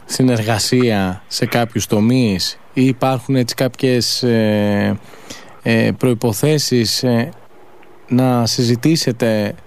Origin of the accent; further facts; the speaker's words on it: Greece; Όχι μόνο οι ψαράδες, όλοι οι Έλληνες αξίζουν κάτι περισσότερο. Και έχουμε δείξει ως λαός ότι στις δύσκολες στιγμές.